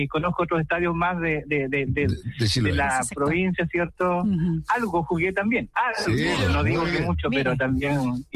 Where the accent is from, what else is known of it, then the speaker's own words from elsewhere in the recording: Chiloé, Los Lagos, Chile; soy chilota, esa es mi esencia.